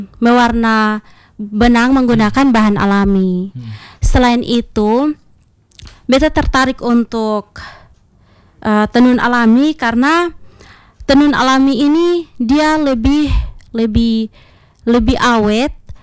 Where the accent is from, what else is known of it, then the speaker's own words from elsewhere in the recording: East Nusa Tenggara, Indonesia; Kalau kita orang TTS atau orang Timur, kita lebih senang pakai pakaian adat yang warnanya merah terang atau warna kuning terang seperti itu.